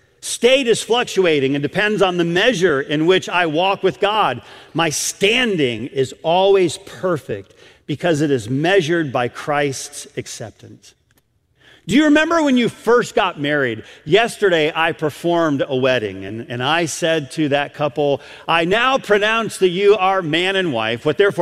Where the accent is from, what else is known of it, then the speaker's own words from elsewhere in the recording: Michigan, United States; I'm a Michigander. I grew up in Michigan.